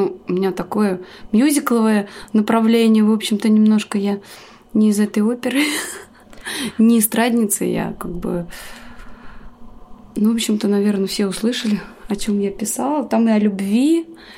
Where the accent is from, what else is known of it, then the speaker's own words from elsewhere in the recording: Kazan, Tatarstan, Russia; Я приехала из самого замечательного города России, города Казани, третья столица.